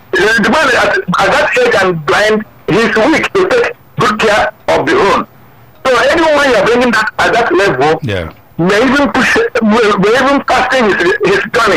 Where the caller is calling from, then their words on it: Anambra, Nigeria; I come from Oga, and in Anambra State